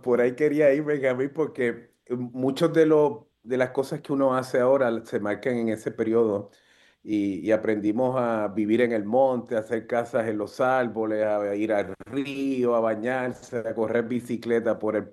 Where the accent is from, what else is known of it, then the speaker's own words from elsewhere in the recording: Adjuntas, Puerto Rico; por esa crianza, por esa juventud, por ese desarrollo allá en mi pueblo de Adjuntas.